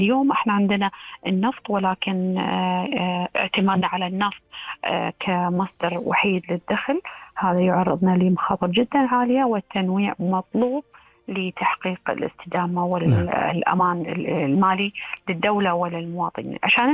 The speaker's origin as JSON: {"language": "Arabic", "country": "Kuwait", "said": "احنا ككويتيين"}